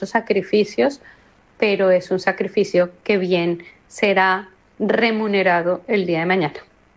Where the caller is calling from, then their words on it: Colombia; de Colombia